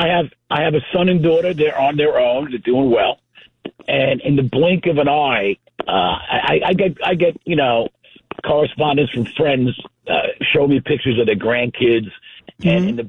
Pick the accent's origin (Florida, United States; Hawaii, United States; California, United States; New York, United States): Florida, United States; Tampa; I'm from Florida.